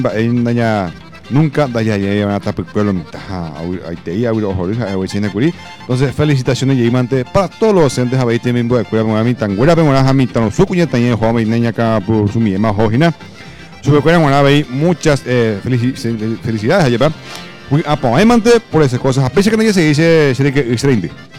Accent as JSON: {"language": "Spanish", "country": "Paraguay", "said": "nuestro querido país Paraguay"}